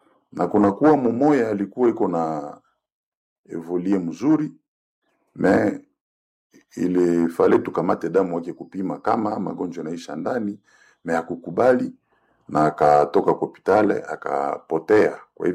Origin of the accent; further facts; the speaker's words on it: Butembo, North Kivu, DR Congo; hapa Butembo kwetu